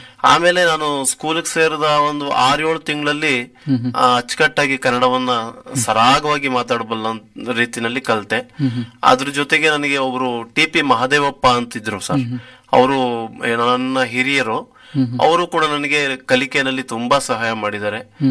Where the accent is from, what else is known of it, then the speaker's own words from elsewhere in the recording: Mysore, Karnataka, India; born there; also born or lived in Mandya; ನನ್ನ ವಿದ್ಯಾಭ್ಯಾಸ ನಾನು 1ನೇ ತರಗತಿಯಿಂದ ಡಿಗ್ರಿವರೆಗೂ ಮೈಸೂರಿನಲ್ಲೇ ಓದಿದ್ದು.